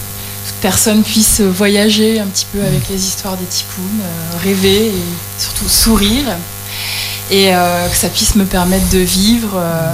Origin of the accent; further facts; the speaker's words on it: Hauts-de-France, France; Après, je suis une ch'ti, hein